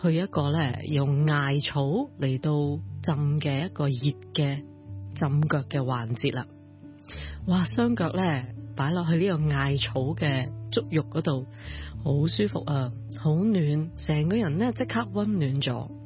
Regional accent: China; 好像我们中国人的中药那样呢

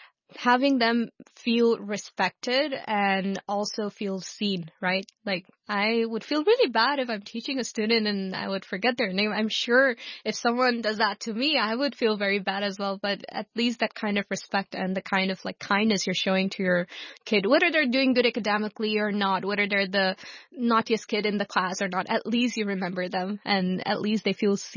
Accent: Hong Kong; and I feel like sometimes, especially growing up in Hong Kong, for me, I work with a lot of young students who are in Form 5 or Form 6

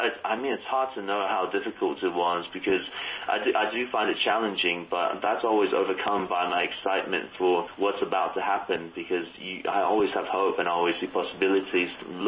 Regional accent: Hong Kong; born there; moved away; also born or lived in China / Canada; coming to Hong Kong

